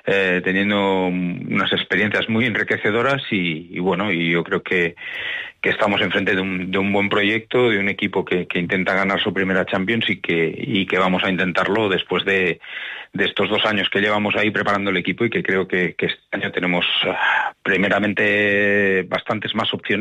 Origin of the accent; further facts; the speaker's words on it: Barcelona, Catalonia, Spain; moved away; Al fin y al cabo salí de Barcelona y me vine a vivir fuera aquí y la gente me acogió como uno de que cogen en su casa, ¿no?